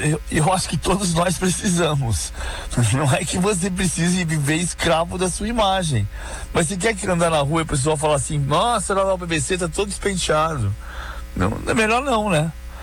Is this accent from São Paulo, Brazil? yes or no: yes; São Paulo, Brazil; Ah, eu falo Vasco porque eu sou paulista, mas eu acho que...